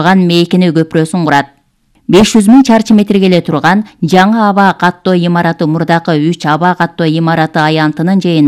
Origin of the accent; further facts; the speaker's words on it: Xinjiang, China; Үрүмчү Лопнур жогору ылдамдыктагы таш жолунда каттоо башталбай турганда, мен бул жерде туулуп өскөн жергиликтүү малчы элем.